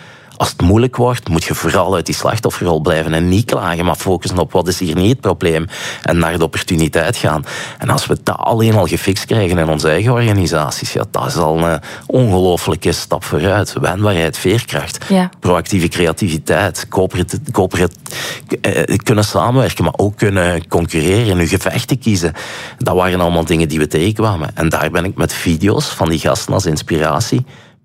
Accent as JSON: {"language": "Dutch", "region": "Flanders", "country": "Belgium", "said": "Ik zeg, soy de Belgica."}